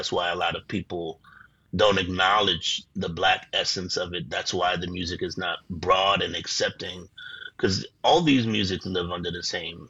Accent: New Orleans, Louisiana, United States; and growing up in New Orleans, too

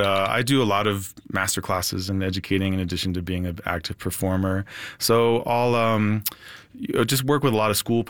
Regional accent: Denver, Colorado, United States; I grew up around the City Park area, and actually so did my father

